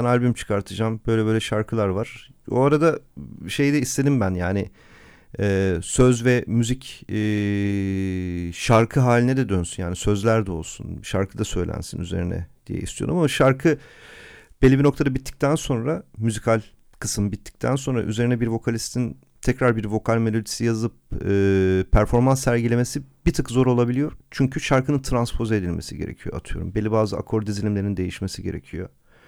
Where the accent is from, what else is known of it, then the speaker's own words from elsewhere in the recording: Ankara, Turkey; moved away as an adult; now in Istanbul, Turkey; doğma büyüme Ankaralıyız ama artık neredeyse hayatımın yarısını İstanbul'da geçirmiş olacağım. 2004'te geldiğimi düşünürsek. Neredeyse 22 yıldır buradayım.